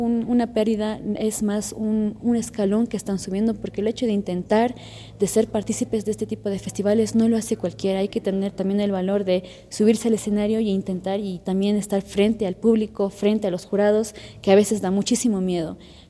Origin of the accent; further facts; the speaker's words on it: Bolivia; nosotros como bolivianos tenemos el deber también de poder rescatar nuestra cultura